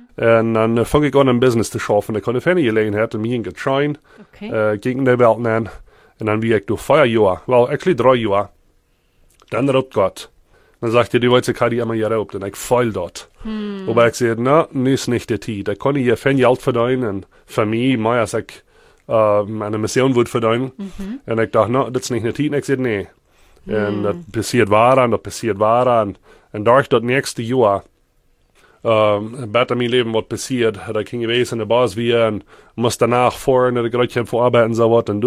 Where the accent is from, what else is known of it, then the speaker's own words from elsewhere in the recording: Sommerfeld, Chihuahua, Mexico; Ja, ich war ein bisschen vertellen, wo ich herkomme. Mein Grund ist Sommerfeld.